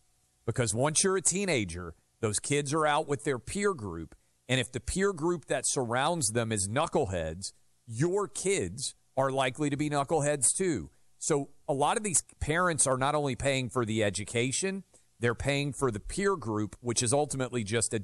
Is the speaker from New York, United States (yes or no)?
yes; New York City, New York, United States; This is where growing up in New York City